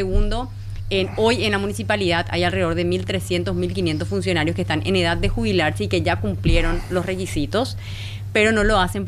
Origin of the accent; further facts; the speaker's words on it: Asunción, Paraguay; qué relajados que somos los asuncenos